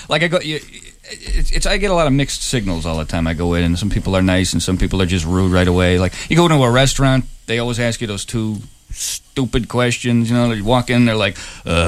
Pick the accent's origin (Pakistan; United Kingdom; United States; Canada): United States; Chicago, Illinois; And I'm from the Chicago area.